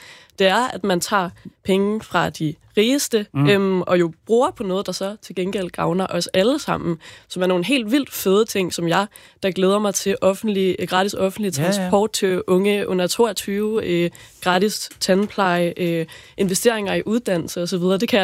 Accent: Aalborg, North Denmark Region, Denmark; Jeg kommer selv fra Aalborg, hvor jeg gik i gymnasiet

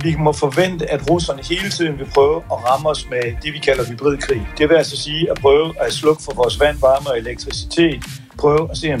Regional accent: Jutland, Denmark; nu kommer jeg jo fra Jylland

